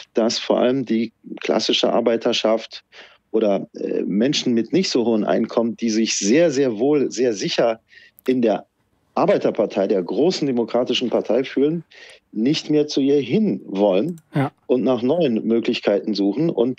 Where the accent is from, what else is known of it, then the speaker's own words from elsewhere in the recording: Germany; Also ich bin Deutscher, ich habe die deutsche Staatsbürgerschaft seit Ewigkeiten.